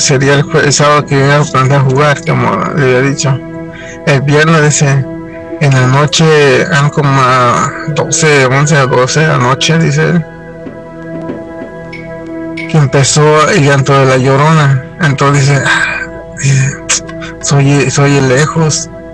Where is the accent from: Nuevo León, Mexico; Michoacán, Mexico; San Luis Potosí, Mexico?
San Luis Potosí, Mexico; now in Las Vegas, United States; Yo vengo de, soy nativo de San Luis Potosí. Mi papá tenía un su terreno donde vivíamos, tenía un terreno grande.